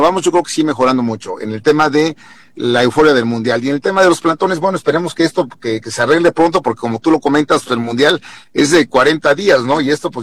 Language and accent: Spanish; Mexico; como buenos mexicanos todo lo dejamos hasta el último